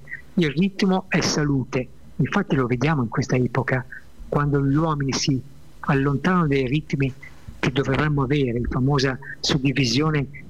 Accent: Milan, Lombardy, Italy; io sono nato a Milano

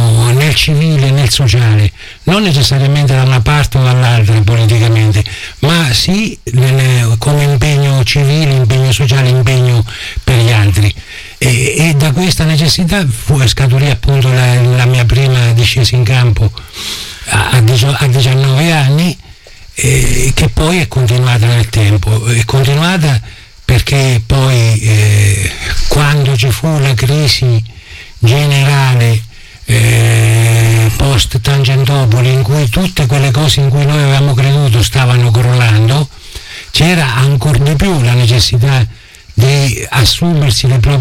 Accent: Montelupone, Marche, Italy

